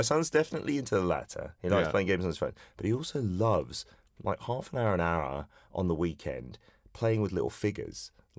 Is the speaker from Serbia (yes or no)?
no; United Kingdom; moved away; growing up as a Brit